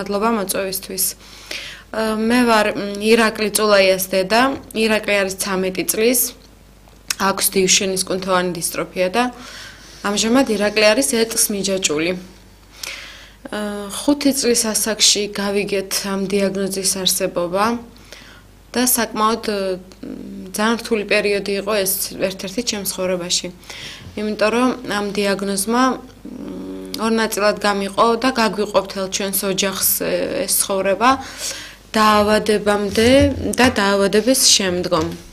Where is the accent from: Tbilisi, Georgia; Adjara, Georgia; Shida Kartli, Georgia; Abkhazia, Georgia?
Abkhazia, Georgia; moved away as an adult; now in France; ჩვენ აფხაზეთიდან ვართ. იქ ცხოვრობდით, ძალიან ბედნიერი ცხოვრება გქონდა, მაგრამ სამწუხაროდ შეიცვალა ჩვენი ცხოვრება და 2021 წელს გავემგზავრეთ საფრანგეთში.